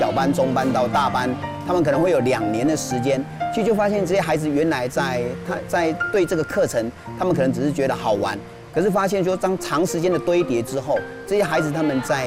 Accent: Kaohsiung, Taiwan; 我自己是乡下长大，我是在高雄县甲仙乡小林村，就是之前八八风灾的地方。

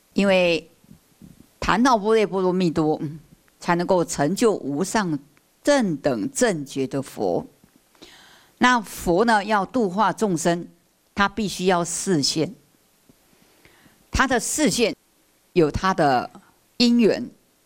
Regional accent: China; 我们中国人呢？最喜欢的偶像啊，就是观世音菩萨。

